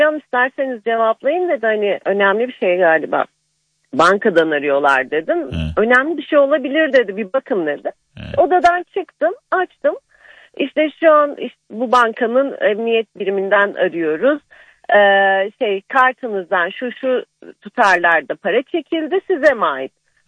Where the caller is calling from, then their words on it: Gaziantep, Turkey; ben Gaziantep'ten arıyorum